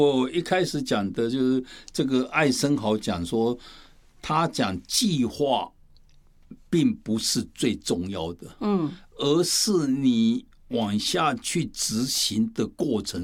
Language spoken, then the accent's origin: Chinese; Taipei, Taiwan; 我今年70岁了，在台北住了就70年。